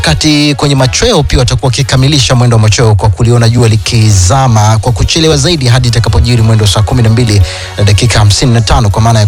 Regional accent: Kigoma, Tanzania; Kwa sababu hata saa moja kulala. Kule kwetu Kigoma kule.

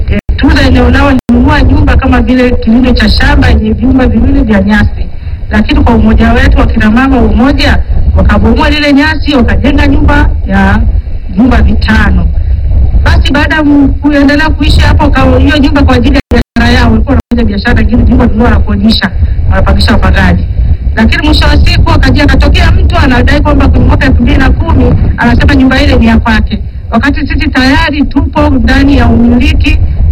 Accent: Mbulu, Manyara, Tanzania; na sisi tumetoka wilaya ya Mbulu, tuna matatizo makubwa sana.

